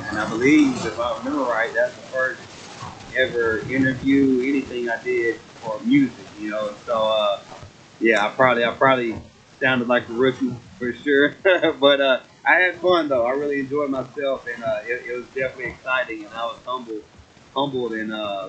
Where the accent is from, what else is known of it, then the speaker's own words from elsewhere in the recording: Kilgore, Texas, United States; So I live in Kilgore. I'm from Kilgore.